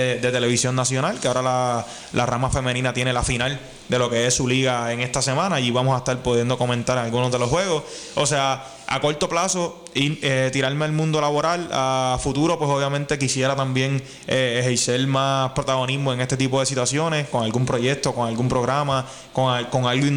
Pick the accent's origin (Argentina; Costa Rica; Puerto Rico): Puerto Rico; San Germán; estoy creciendo y estoy haciéndolo en mi pueblo de San Germán